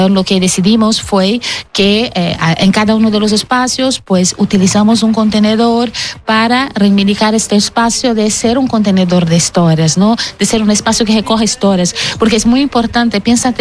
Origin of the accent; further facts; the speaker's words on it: Brazil; now in Spain; Yo soy una brasileña que emigró a España con mucha historia migratoria detrás